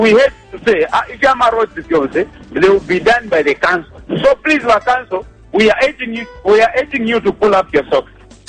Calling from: Kabwe, Central Province, Zambia; the worry that we have as Kabwe residents

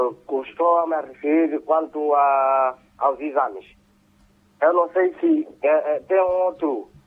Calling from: Changara, Tete, Mozambique; Estou a falar de Xangara, província de Tete.

